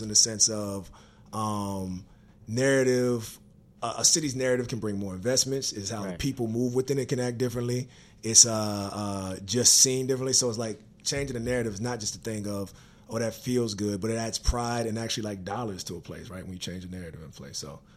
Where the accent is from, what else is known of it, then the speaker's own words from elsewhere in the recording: Pine Bluff, Arkansas, United States; I'm from Pine Bluff, actually. So I'm from Pine Bluff